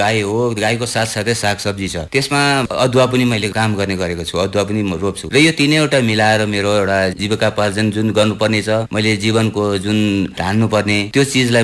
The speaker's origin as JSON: {"language": "Nepali", "region": "Sikkim", "country": "India", "tie": "born there", "said": "म पूर्व सिक्किम नामिन जिपिओ सामरिक मार्चक पर्छ र"}